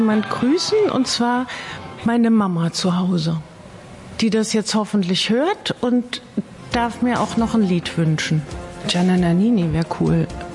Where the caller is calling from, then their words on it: Merchweiler, Saarland, Germany; Ich bin aus Wemmetzweiler.